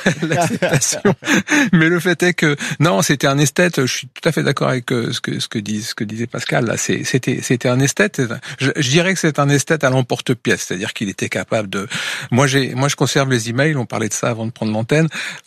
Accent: Normandy, France; Alors, je suis normand.

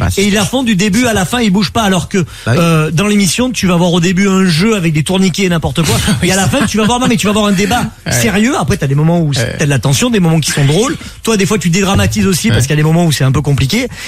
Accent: Marseille, Provence-Alpes-Côte d'Azur, France; moved away as an adult; now in Paris, France; je suis de Marseille, j'ai pris le truc, je suis arrivé sur Paris

